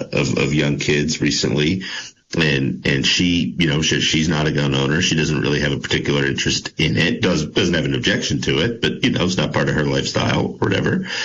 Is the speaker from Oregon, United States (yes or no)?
no; Putney, Vermont, United States; my childhood growing up in Putney Central School and going to Brattleboro High School